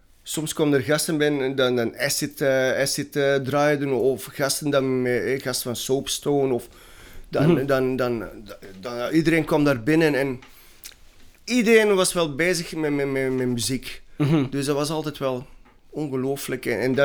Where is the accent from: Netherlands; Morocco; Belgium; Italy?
Belgium; Antwerp, Flanders; Want iedereen dacht hier, wow, wij zijn wel van Antwerpen. Ja, oké. Ja. We zijn wel van Antwerpen.